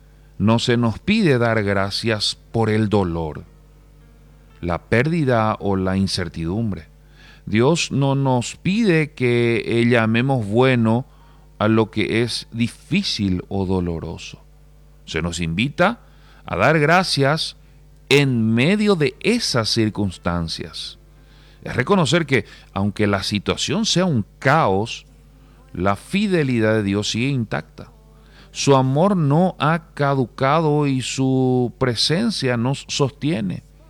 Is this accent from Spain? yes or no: no; Asunción, Paraguay; Muchas veces hacemos la salida para los que somos de Asunción, hacemos la salida aquí por Falcón.